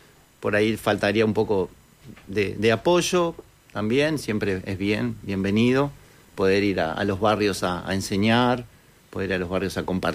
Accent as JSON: {"language": "Spanish", "country": "Uruguay", "said": "Yo que, como uruguayo que conozco otros manifestaciones culturales como el candombe, como la murga"}